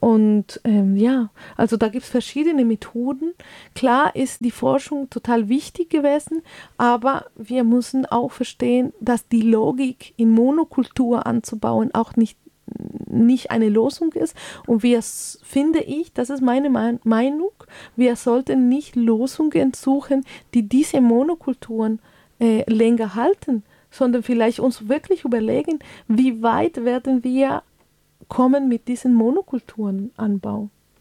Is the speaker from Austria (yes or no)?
no; Colombia; Also ich bin aus Kolumbien und mit dieser Kultur aufgewachsen